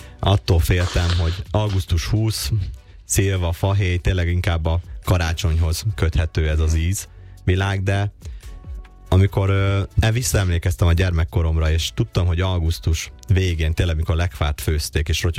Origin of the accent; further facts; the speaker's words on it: Celldömölk, Vas, Hungary; celdömölki születésű, és ott is élek.